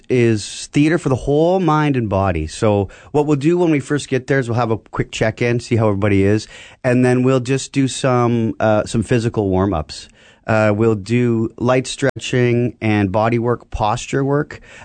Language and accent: English; Carman, Manitoba, Canada; I'm such a fan of old school Manitoba stories. Like the rural, I grew up in Carmen, Manitoba.